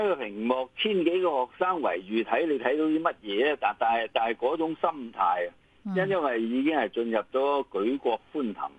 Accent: Hong Kong

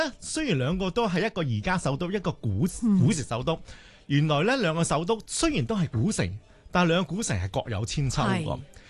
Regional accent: Hong Kong

